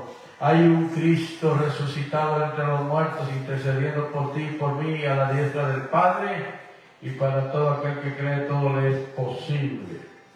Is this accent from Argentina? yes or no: no; Guatemala; now in Houston, United States; Guatemala, mi tierra natal … nacido en Guatemala, viviendo aquí en Houston, Texas, por ya pasadito de 30 años